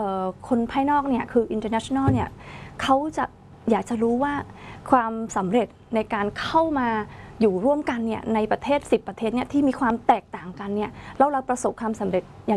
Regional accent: Cambodia; Thai is a second language; เราก็เข้าไปตลาดหรือว่าเข้าไปที่ไหนเราก็พูดภาษาไทยซึ่งคนไทยบางคนก็อาจจะไม่ทราบว่าเราเป็นคนกัมพูชาด้วยซ้ำ

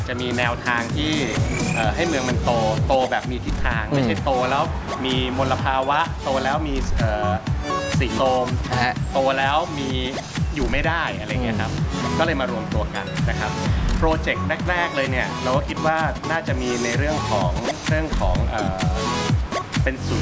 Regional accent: Khon Kaen, Thailand; เราน่าจะมีการมาพัฒนานะครับเมืองขอนแก่นบ้านเกิดของเราเนี่ยเพื่อส่งต่อให้ลูกหลานในอนาคต

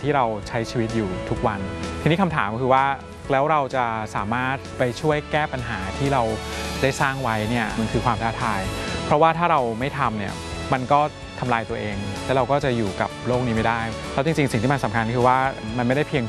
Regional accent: Bangkok, Thailand; เราเองก็เติบโตในเมืองในกรุงเทพที่มันมีปัญหาอยู่เยอะเจอน้ำท่วมเดินลุยน้ำรถติดไปเรียน

